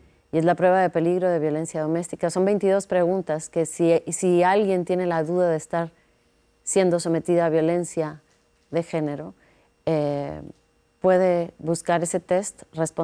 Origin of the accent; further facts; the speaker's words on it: Mexico; siendo mexicana